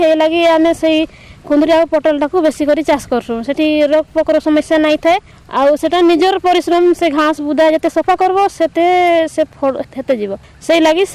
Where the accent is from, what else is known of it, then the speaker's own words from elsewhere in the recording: Mithakundari, Odisha, India; ଆମର ଗାଁ ହେଲା ମିଠକୁନ୍ଦରୀ